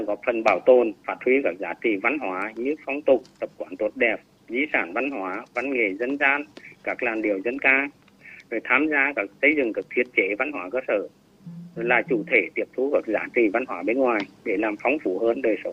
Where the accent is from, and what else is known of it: Vietnam; born or raised there